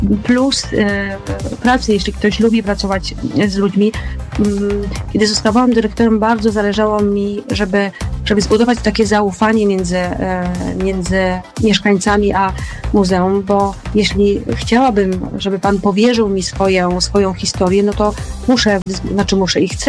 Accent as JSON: {"language": "Polish", "town": "Trzcianka", "region": "Greater Poland Voivodeship", "country": "Poland", "tie": "born or raised there", "said": "bo choć nie urodziłam się w Trzciance, to moja rodzina pochodzi stąd i w sumie od dzieciństwa tutaj mieszkam."}